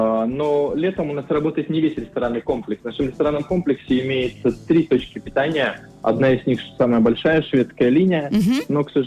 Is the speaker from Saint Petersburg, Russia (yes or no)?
yes; Saint Petersburg, Russia; now in Murmansk, Russia; Я северянин, но с другого севера. Я с Санкт-Петербурга к вам приехал. Я год нахожусь в Мурманске.